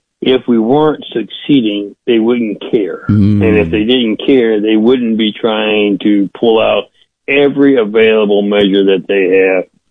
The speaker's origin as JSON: {"language": "English", "country": "Mexico", "tie": "born or raised there", "said": "You know, I grew up in Mexico. My parents were missionaries. Mexico is socialist."}